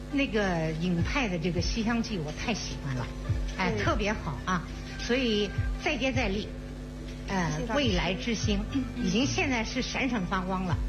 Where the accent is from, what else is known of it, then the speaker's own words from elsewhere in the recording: Jiangsu, China; 因为我是江苏的